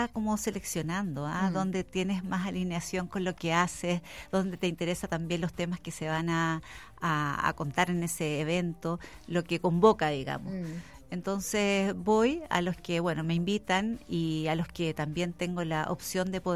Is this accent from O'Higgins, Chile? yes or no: yes; San Vicente de Tagua Tagua, O'Higgins, Chile; born there; now in Santiago, Chile; de Santiago. Bueno, nací en San Vicente, Tahuatahua.